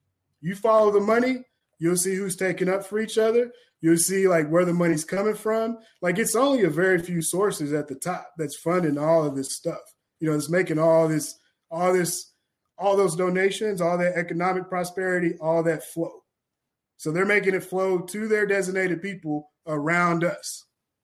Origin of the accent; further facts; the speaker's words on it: Kentucky, United States; I'm from Kentucky. I organize.